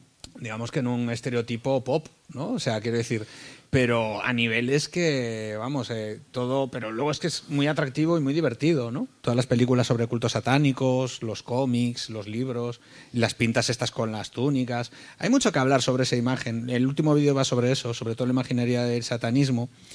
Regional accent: A Coruña, Galicia, Spain; en mi barrio de pequeño, en Monte Alto, en La Coruña

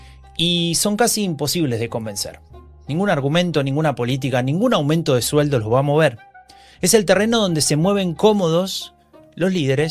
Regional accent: Argentina; moved away; En Argentina, de donde vengo

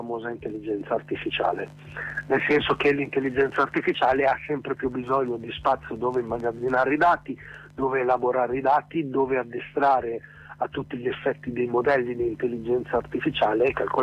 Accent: Lacchiarella, Lombardy, Italy; sono di Lacchiarella, che è un piccolo paese a sud di Milano che si trova esattamente tra Milano e Pavia

